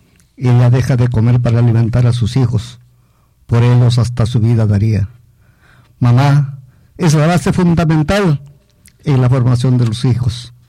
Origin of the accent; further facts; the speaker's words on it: Chilcas, Ancash, Peru; mi pueblo de Chilcas, a las de la provincia de Ocros, a las de la región Ancash